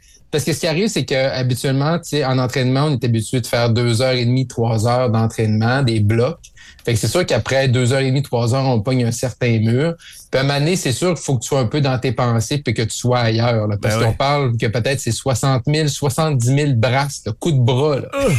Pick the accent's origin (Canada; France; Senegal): Canada; Roberval, Quebec; mon patelin chez moi à Robertval